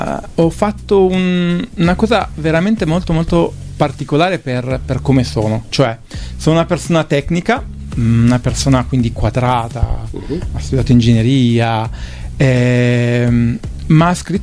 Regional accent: Biella, Piedmont, Italy; also born or lived in Osasio; now in Moncalieri, Italy; adesso vivo a Moncaglieri, in collina di Moncaglieri, sono originario in realtà di Biella.

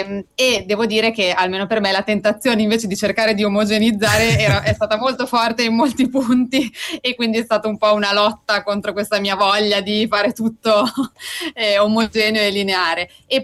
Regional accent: Morocco; la regione da cui io vengo, io sono nata e cresciuta in Marocco

